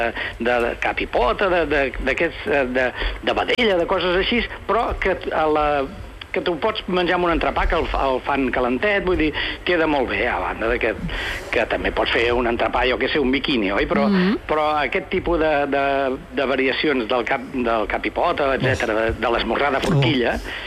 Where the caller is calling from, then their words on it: Barcelona, Catalonia, Spain; jo sóc de Sants